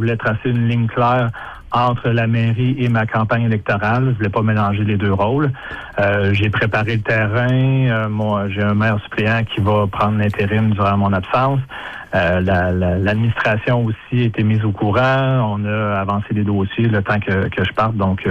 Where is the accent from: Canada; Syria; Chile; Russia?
Canada; Saint-Apollinaire, Quebec; Je suis natif de Saint-Apollinaire.